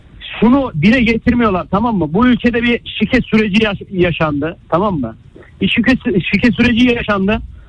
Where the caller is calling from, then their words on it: Istanbul, Turkey; ben İstanbul'dan